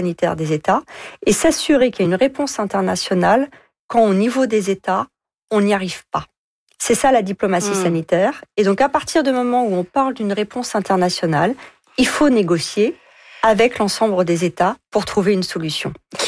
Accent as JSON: {"language": "French", "country": "France"}